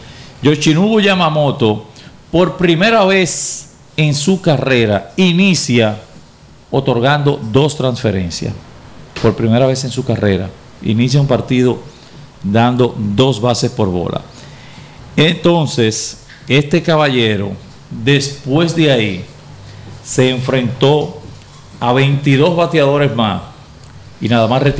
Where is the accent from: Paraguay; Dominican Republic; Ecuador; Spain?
Dominican Republic; somos dominicanos